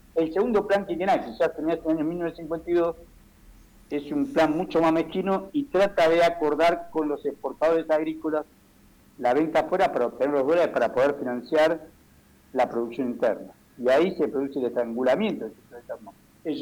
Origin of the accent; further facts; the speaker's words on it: Tucumán, Argentina; yo soy de Tucumán